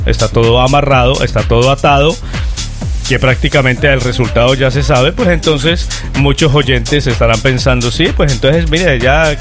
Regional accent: Colombia; yo como colombiano y seguidor de mi selección

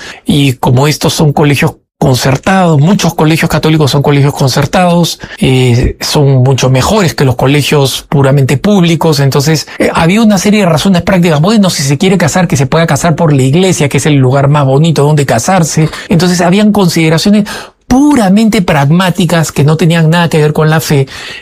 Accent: Peru; born there; also born or lived in Argentina; Yo recibí la nacionalidad española en el momento en que nací, ¿no? Nací en el Perú.

